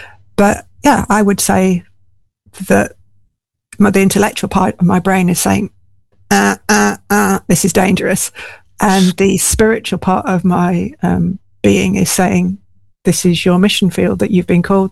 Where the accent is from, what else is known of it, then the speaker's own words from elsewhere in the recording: Hull, Yorkshire and the Humber, United Kingdom; I grew up in Hull. I went to state schools.